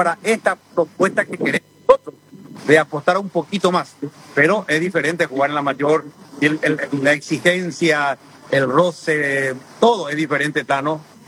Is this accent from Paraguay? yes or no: yes; Paraguay